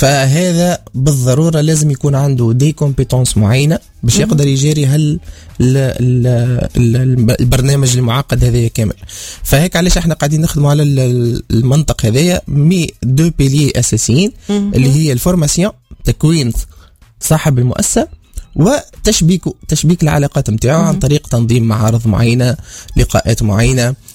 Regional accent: Tunisia; اللي عندنا في تونس

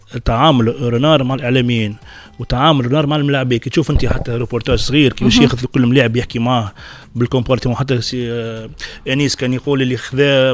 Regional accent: Tunisia

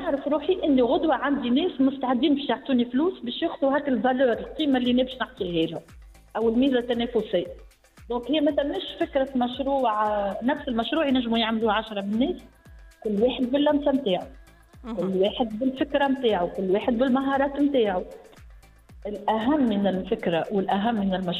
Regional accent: Tunisia

